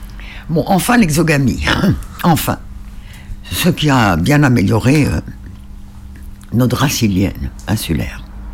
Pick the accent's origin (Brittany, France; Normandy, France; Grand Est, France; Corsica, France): Brittany, France; Île-de-Sein; je suis originaire de l'île de Sein. Alors l'île de Sein est tout au bout là-bas, à l'ouest. C'est une toute petite île extrêmement plate.